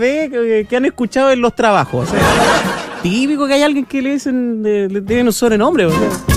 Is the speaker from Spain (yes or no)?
no; Chile; somos creativos los chilenos.